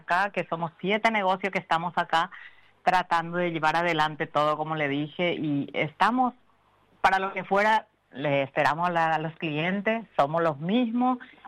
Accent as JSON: {"language": "Spanish", "country": "Paraguay"}